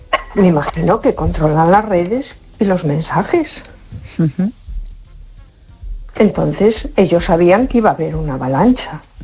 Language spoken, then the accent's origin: Spanish; A Coruña, Galicia, Spain